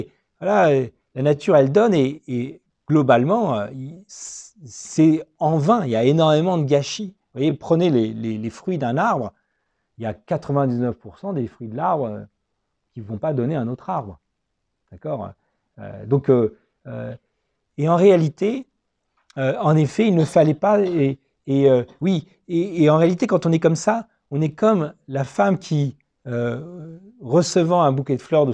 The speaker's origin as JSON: {"language": "French", "town": "Metz", "region": "Grand Est", "country": "France", "tie": "born there", "said": "Moi, je suis né à Metz, en France."}